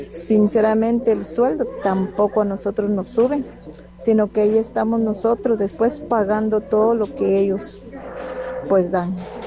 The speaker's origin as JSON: {"language": "Spanish", "country": "Guatemala", "said": "Y como dice usted, ¿verdad? De que es que lo pone, pero después nuestra Guatemala sigue siendo otra vez más pobreza para nosotros"}